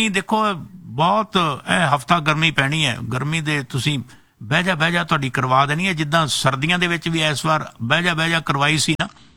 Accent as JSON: {"language": "Punjabi", "town": "Amritsar", "region": "Punjab", "country": "India", "moved": "yes", "said": "ਮੈਂ ਵੀ ਅੰਮ੍ਰਿਤਸਰ ਦਾ ਰਹਿਣ ਵਾਲਾ"}